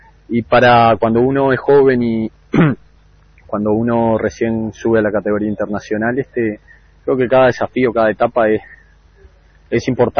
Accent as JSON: {"language": "Spanish", "country": "Uruguay", "said": "uno es uruguayo, está aquí."}